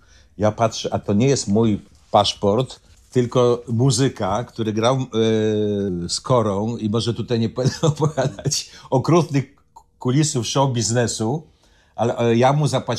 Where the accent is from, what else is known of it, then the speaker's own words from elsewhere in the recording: Warsaw, Masovian Voivodeship, Poland; ja oczywiście jako sprytny warszawiak, czyli cwaniak warszawski